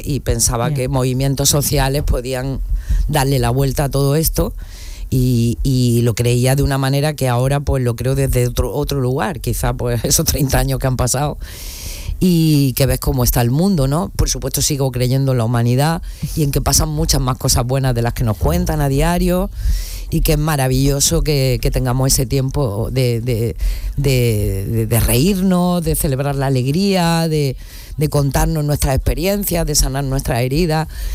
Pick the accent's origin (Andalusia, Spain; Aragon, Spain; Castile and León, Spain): Andalusia, Spain; La Zubia; born or raised there